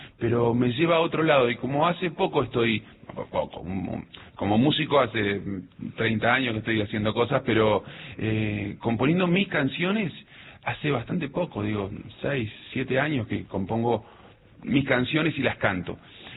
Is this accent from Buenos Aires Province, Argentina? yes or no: no; Cutral Có, Neuquén, Argentina; now in Buenos Aires, Argentina; Yo soy de Cutralcó, Neuquén. Muy folclórico, no soy un experto fundamentalista del folclore, pero sí tengo mucha raíz folclórica porque me crié en Las Peñas y anduve por todos lados ahí.